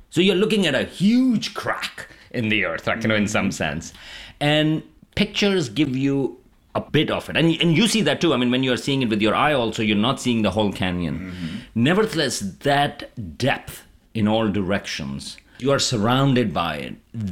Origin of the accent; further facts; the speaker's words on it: Karachi, Sindh, Pakistan; I mean, I grew up in Karachi in Pakistan, close to the ocean.